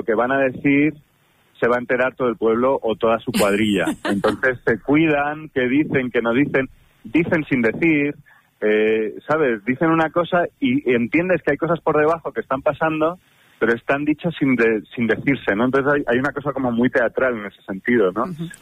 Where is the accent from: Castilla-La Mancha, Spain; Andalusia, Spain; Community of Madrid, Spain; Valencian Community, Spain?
Community of Madrid, Spain; Madrid; now in Navarre, Spain; Sí, claro, yo vengo de Madrid.